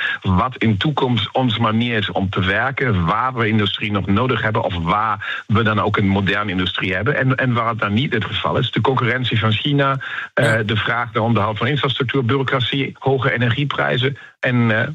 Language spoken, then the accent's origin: Dutch; Germany; Dutch is a second language; als Duitser met mijn idee van ons Duitse geschiedenis